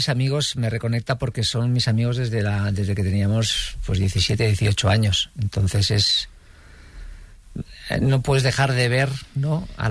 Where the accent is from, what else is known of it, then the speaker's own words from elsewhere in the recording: Basque Country, Spain; donde viví toda mi infancia. Uh-huh. Hasta que me marché de casa, que estaba en un barrio obrero, en Zaramaga.